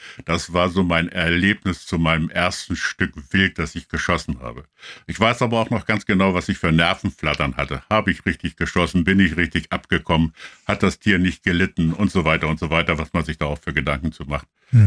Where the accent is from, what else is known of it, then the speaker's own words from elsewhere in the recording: Saxony, Germany; in unserer auch sächsischen Welt